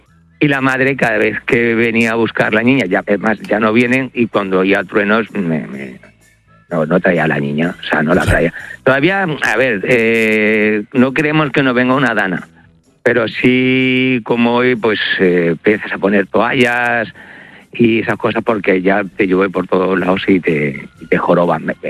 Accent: Madrid, Community of Madrid, Spain; now in Valencia, Spain; Que yo creo aquí en Valencia, yo siendo madrileño del barrio de Argüelles, pues que la gente está muy acostumbrada a la lluvia.

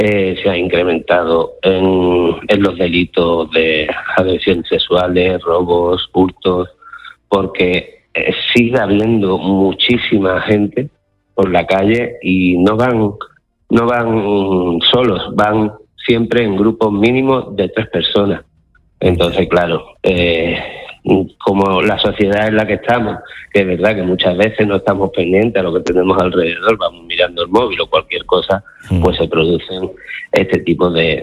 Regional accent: Ceuta, Spain; porque yo soy de aquí, de Ceuta, llevo toda la vida viendo esta frontera de la misma forma y nunca ha habido problema.

